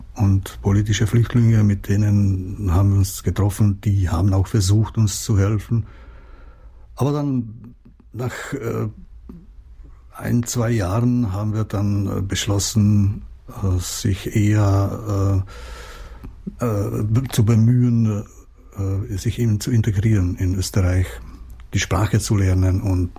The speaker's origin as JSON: {"language": "German", "country": "Czechia", "first_language": "Czech", "second_language": "German", "moved": "as an adult", "lives_now": "Austria"}